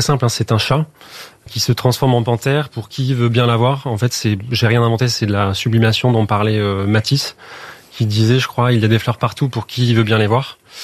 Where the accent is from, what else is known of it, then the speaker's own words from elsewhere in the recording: Toulouse, Occitanie, France; viens exactement de la banlieue de Toulouse, ouais.